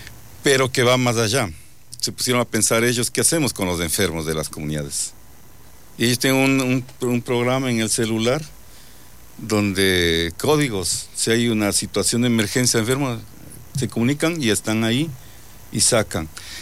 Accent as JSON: {"language": "Spanish", "town": "Riobamba", "region": "Chimborazo", "country": "Ecuador", "also_born_or_lived": "Quito", "moved": "as an adult", "said": "Yo soy de Riobamba, estoy estudiando en la Politécnica, Ingeniería Mecánica"}